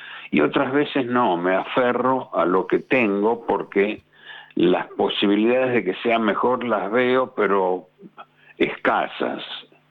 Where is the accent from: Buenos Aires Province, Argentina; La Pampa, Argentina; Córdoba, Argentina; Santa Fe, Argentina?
Buenos Aires Province, Argentina; Barracas; ¿De dónde sos? De la República de Barracas.